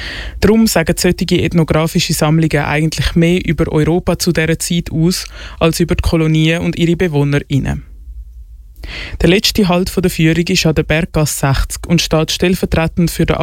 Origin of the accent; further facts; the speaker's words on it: Switzerland; Insgesamt hat die Stadtführung sehr ausführlich gezeigt, was man als Schweizerin oft nicht wahrhaben will.